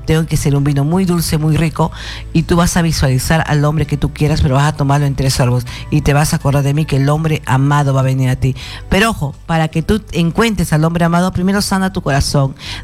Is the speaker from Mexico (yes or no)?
no; Huacho, Lima, Peru; moved away; Y me voy a Huacho. Voy a estar allá en mi tierra.